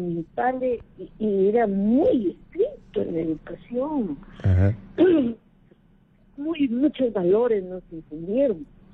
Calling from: Chepén, La Libertad, Peru; Estoy llamando de Chepén.

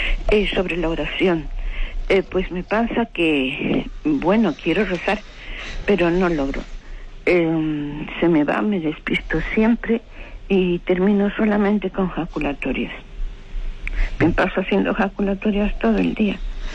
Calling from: Madrid, Community of Madrid, Spain; de Madrid.

